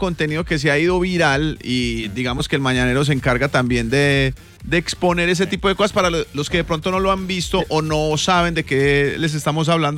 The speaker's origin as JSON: {"language": "Spanish", "country": "Colombia", "said": "Pero en el fondo todos somos colombianos, somos gente que vivimos a una sombrilla de este país, de esta bandera."}